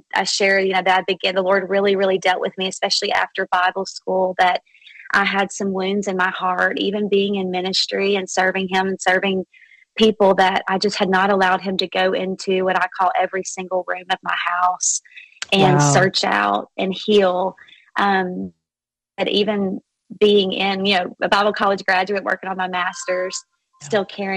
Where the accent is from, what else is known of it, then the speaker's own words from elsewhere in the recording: Arkansas, United States; now in Dallas, United States; So backstory on me, Brenda, is I'm from Arkansas, you know, born and raised, as you know. I'm living in the Dallas now, but was raised in a great minister's home. So I was raised in Arkansas up until the age of 18.